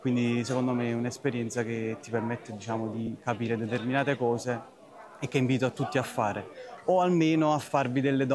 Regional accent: Pollena Trocchia, Campania, Italy; vengo da Pollena Trocchia in provincia di Napoli.

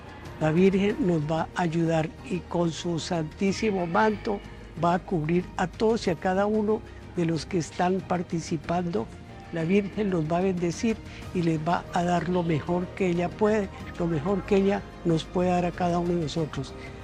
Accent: Tello, Huila, Colombia; Yo soy residente y natural de aquí, del municipio de Tello, Huila.

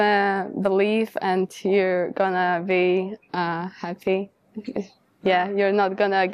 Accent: Poland; I'm from Poland.

